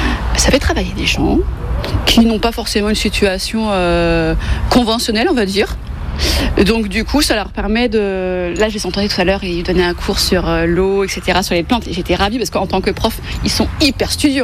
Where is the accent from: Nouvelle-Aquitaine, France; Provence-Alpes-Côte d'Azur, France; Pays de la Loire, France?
Provence-Alpes-Côte d'Azur, France; Cadenet; je viens de Cadenet